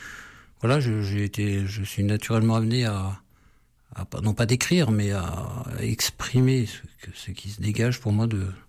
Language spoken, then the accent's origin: French; Grenoble, Auvergne-Rhône-Alpes, France; Oui, parce que d'abord moi je suis de Grenoble